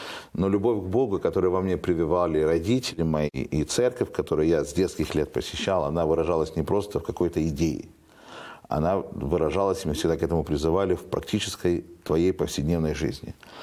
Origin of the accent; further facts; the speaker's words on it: Russia; moved away; also born or lived in Ukraine / Moldova; то я родился в Украине, и мы сразу вернулись в Молдову, и свидетельство о рождении я получал уже в Молдове. И буквально в течение полугода его пригласили на служение пастора в Россию, и он приехал в Россию. Мне, получается, что меня в Россию перевезли, мне еще годика не было.